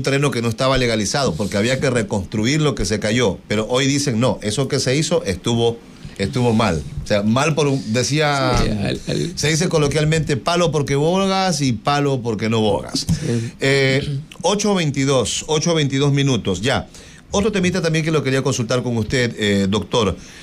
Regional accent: Portoviejo, Manabí, Ecuador; nosotros mismos que somos de Portoviejo

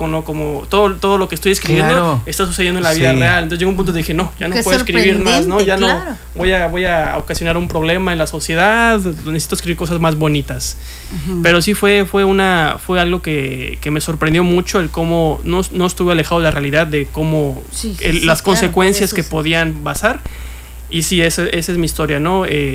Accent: Cancún, Quintana Roo, Mexico; Yo nací aquí en Cancún. Toda mi vida he sido aquí cancunense 100%. Uh-huh. Mis padres son de la Ciudad de México.

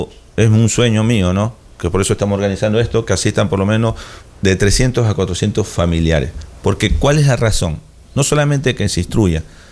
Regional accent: Rocafuerte, Manabí, Ecuador; moved away as an adult; now in Manta, Ecuador; Yo estudié acá en Manta, yo soy de Rocafuerte, yeah, mi esposa es de acá en Manta, yo estudié acá en Manta, la mitad de la vida hemos estado acá.

